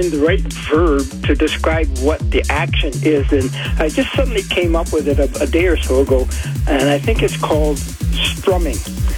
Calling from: Vancouver, British Columbia, Canada; In Vancouver.

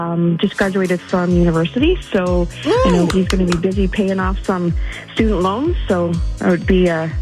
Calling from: Chilliwack, British Columbia, Canada; I'm calling from Chilliwack.

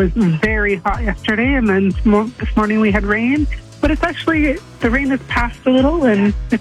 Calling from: Mission, British Columbia, Canada; Mission, BC.

